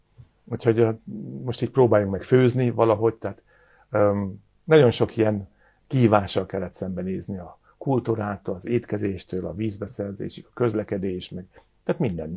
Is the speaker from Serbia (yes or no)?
no; Hungary; now in Germany; magyarként Németországba kimentünk tanulni, ott megálltuk a helyünket